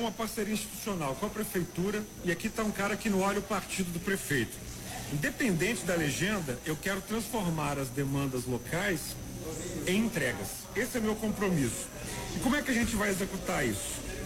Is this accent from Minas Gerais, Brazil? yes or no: yes; Belo Horizonte, Minas Gerais, Brazil; born there; Eu nasci em Belo Horizonte, tenho 40 anos